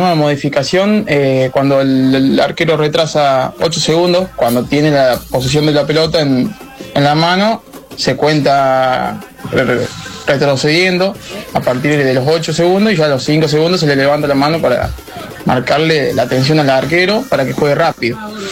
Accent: Córdoba, Argentina; Nosotros somos de la Asociación de la Carlota, de Cabrera, y yo soy de la Gulay, especialmente.

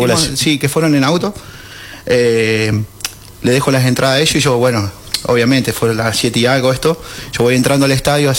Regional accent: Laboulaye, Córdoba, Argentina; somos de acá de la Oblaye

